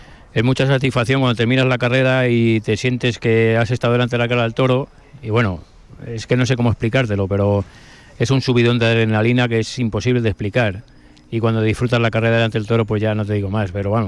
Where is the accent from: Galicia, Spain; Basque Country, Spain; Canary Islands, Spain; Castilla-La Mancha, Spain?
Castilla-La Mancha, Spain; Azuqueca de Henares; soy de Azuqueca y los toros pasaban por debajo de la puerta de mi balcón. Entonces, desde que nací siempre lo he visto así. Entonces, yo llevo corriendo encierro desde los 16 años. O sea, tengo 56